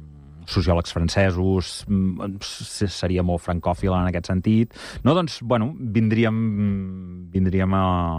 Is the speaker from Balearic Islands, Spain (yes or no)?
no; Igualada, Catalonia, Spain; Abans sí que és cert, no?, que ets jove, jo sóc d'Igualada, el Joan, el codirector de Mataró quedava molt lluny